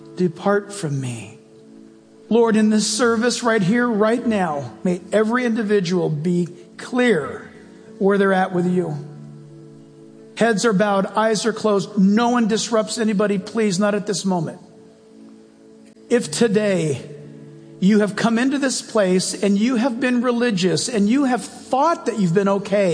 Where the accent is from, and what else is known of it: United States; born there